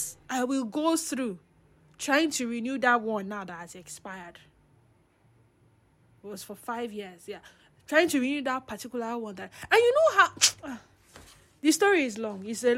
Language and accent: English; Bayelsa, Nigeria; born there; moved away; like my home state, Bayelsa State